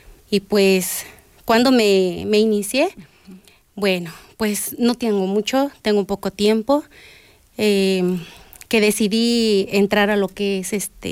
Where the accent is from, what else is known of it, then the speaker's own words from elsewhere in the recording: San Juan Raboso, Puebla, Mexico; Ok, soy de San Juan Raboso.